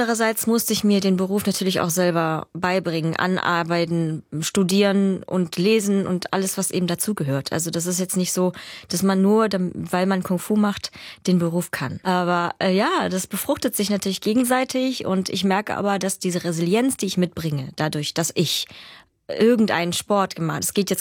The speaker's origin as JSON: {"language": "German", "town": "Chemnitz", "region": "Saxony", "country": "Germany", "tie": "born or raised there", "said": "Da freue ich mich auch schon sehr drauf, weil das ja mein Heimatort ist und ein bisschen besonders natürlich auch, ne?"}